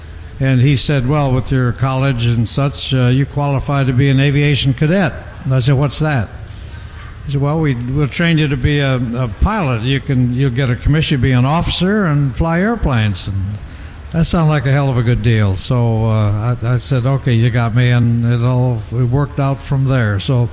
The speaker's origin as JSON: {"language": "English", "region": "Minnesota", "country": "United States", "said": "I'm from Minnesota, and I was up in Minneapolis"}